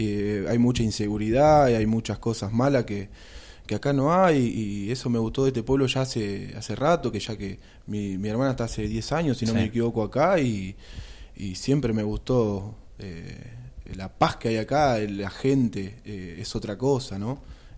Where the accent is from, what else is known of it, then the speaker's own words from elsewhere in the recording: Buenos Aires, Argentina; moved away as an adult; siempre estuvo la idea de dejar todo allá, porque somos de Buenos Aires, y venir acá, a la tranquilidad, a la paz.